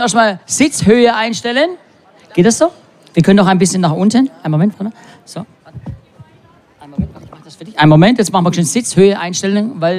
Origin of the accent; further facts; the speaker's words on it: Baden-Württemberg, Germany; und ich komme ja aus dem Raum Stuttgart